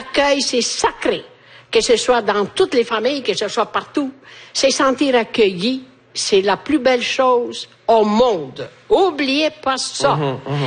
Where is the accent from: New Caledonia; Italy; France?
Italy; French is a second language